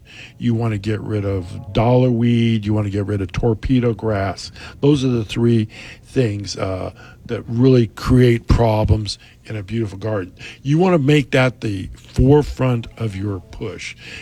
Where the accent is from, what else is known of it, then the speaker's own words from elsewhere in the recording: California, United States; now in Jacksonville, United States; Well, no, I'm originally from California.